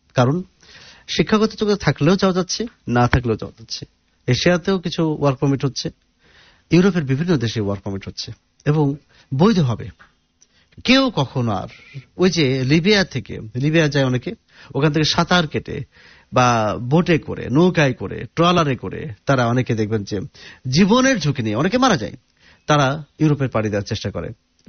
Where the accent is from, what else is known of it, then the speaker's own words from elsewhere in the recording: Kushtia, Khulna Division, Bangladesh; সত্যি একটা এক্সাম্পল বলি, আমার বাড়ি কুষ্টিয়াতে, তো আমার বাড়ি যেখানে তার কাছেই ঠিক আরেকজনের বাড়ি